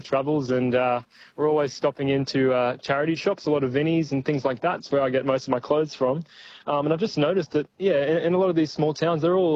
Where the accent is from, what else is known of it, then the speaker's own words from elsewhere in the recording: Kurnell, New South Wales, Australia; From the Sutherland Shire. I'm from Kurnell, actually.